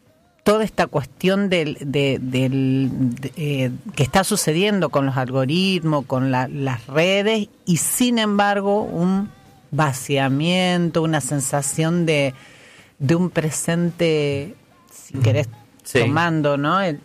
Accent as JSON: {"language": "Spanish", "town": "San José de la Esquina", "region": "Santa Fe", "country": "Argentina", "tie": "born there", "also_born_or_lived": "Rufino", "moved": "yes"}